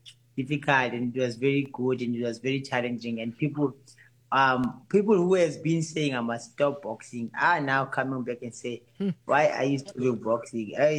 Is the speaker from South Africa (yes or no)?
yes; South Africa; I'm South African. I'm a South African.